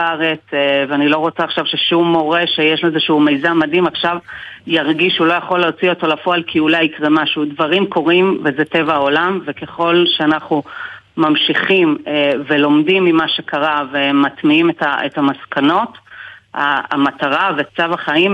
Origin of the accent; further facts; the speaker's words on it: Argentina; moved away as an adult; now in Israel; האמת שאני מארגנטינה